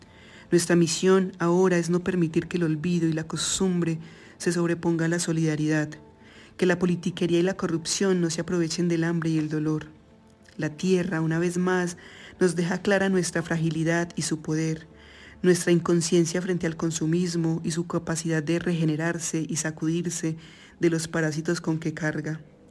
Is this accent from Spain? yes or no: no; Colombia